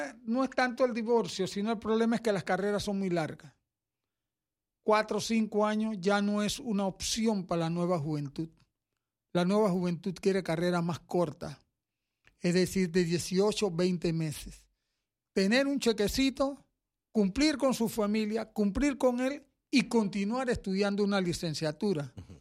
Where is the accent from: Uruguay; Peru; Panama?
Panama